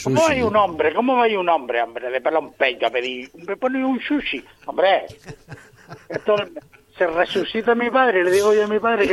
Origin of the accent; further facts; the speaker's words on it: Las Palmas de Gran Canaria, Canary Islands, Spain; yo no soy canario, yo soy independentista de la Isleta.